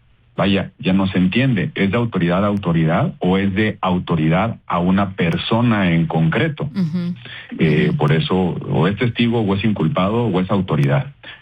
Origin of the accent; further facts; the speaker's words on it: Mexico; Yo, como mexicano, te digo, ya no puedes esperar nada razonable